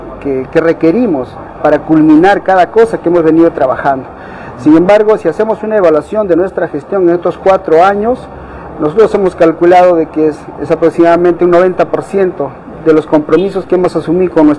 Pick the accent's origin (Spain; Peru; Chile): Peru; Candarave, Tacna; nuestros hermanos de Candarave y Dios que me dio la oportunidad de trabajar por mi tierra